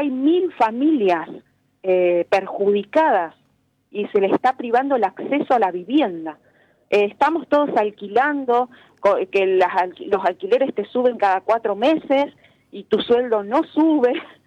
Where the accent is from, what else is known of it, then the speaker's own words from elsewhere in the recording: Rosario, Santa Fe, Argentina; la mayoría de los damnificados somos rosarinos.